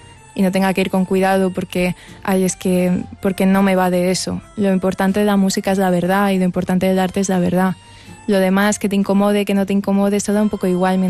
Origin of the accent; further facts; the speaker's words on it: Barcelona, Catalonia, Spain; also born or lived in Castell de Cabra, Teruel; yo nací y me he criado en Barcelona, pero el campo es el campo de mi pueblo, que el pueblo es Castell de Cabra, en Teruel.